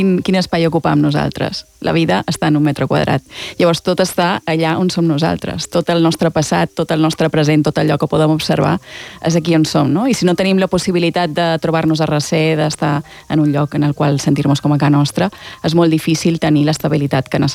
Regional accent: Mallorca, Balearic Islands, Spain; moved away as an adult; now in Barcelona, Spain; Jo que som de Mallorca o som de Barcelona? Clar, no ho sé. Durant la pandèmia molta gent m'ho deia. Com així no te'n vas a ca teva? I jo fa 25 anys que visc a Barcelona, que és ca meva, no?

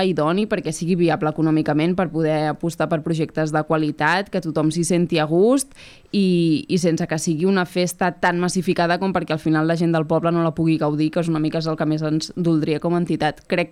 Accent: Argentona, Catalonia, Spain; i jo sóc molt d'Argentona i per mi era una manera d'involucrar-me en el meu poble

